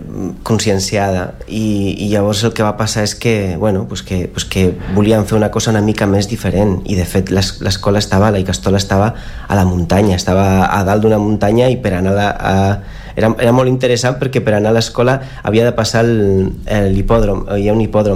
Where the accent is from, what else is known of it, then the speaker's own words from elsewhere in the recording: Lasarte, Basque Country, Spain; jo sóc d'un poble, de fet, sóc d'un poble que es diu La Sarte, però ningú el coneix, i llavors dic que sóc de Sant Sebastià